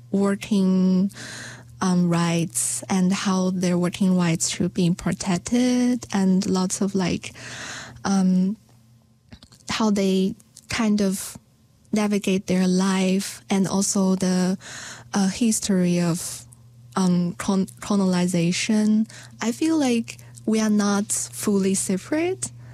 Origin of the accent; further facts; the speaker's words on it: China; moved away as an adult; when I was as an insider in China